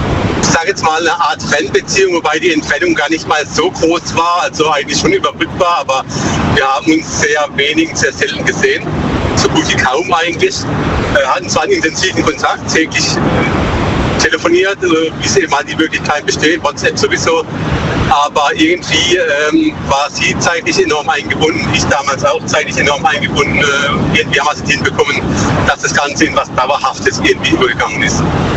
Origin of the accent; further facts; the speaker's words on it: Bruchsal, Baden-Württemberg, Germany; Aus der Nähe von Bruchsal.